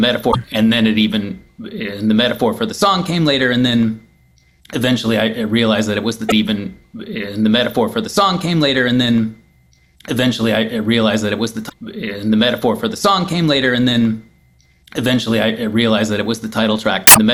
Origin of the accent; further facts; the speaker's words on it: Midwest, United States; it was really just an image that I had of growing up in the Midwest